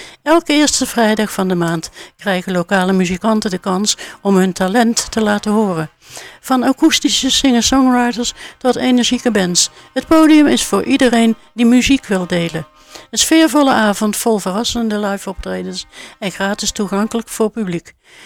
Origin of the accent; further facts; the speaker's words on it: Netherlands; accent: soft G; Ik hou me mijn zachte G.